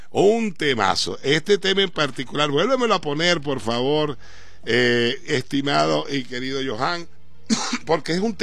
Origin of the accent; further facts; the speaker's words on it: Zulia, Venezuela; also born or lived in Caracas; nosotros como zulianos